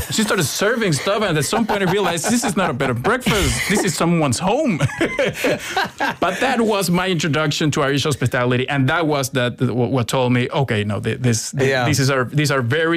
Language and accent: English; Colombia; now in Ireland